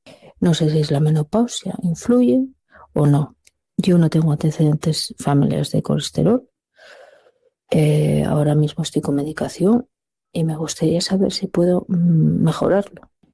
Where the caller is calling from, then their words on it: Llanes, Asturias, Spain; soy de Llanes.